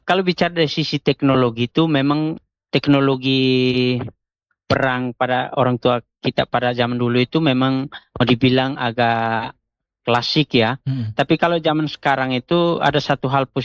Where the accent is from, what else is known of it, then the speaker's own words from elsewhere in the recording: East Nusa Tenggara, Indonesia; ada satu istilah kami orang Atoni itu bahwa obat musuhnya itu dia anti perempuan